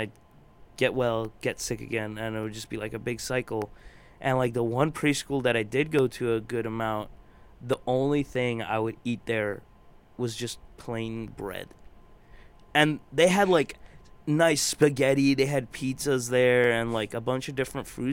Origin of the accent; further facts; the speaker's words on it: Creve Coeur, Missouri, United States; also born or lived in Ballwin, Missouri; after, like, my freshman year of high school at Parkway North, I moved pretty far away from Creve Coeur, and I moved to Baldwin. So, I changed high schools. I went to Marquette High School.